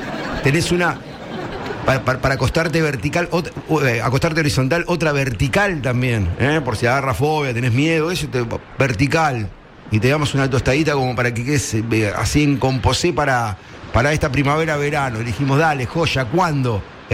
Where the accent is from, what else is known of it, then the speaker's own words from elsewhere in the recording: Berisso, Buenos Aires Province, Argentina; also born or lived in Ensenada; Nací en Ensenada, después nos mudamos a Berisso. Vivimos un montón de tiempo en Berisso hasta la adolescencia prácticamente.